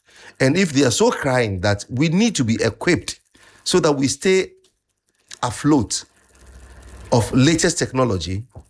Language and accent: English; Ghana; I'm really Ghanaian. I just realized I was Ghanaian, Mawina.